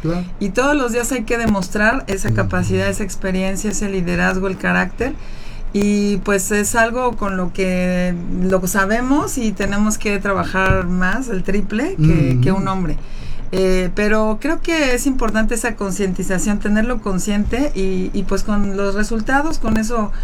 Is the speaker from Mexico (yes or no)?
yes; Mexico; pues eso me da mucha alegría como mexicana, porque soy mexicana y he vivido dentro del sistema de justicia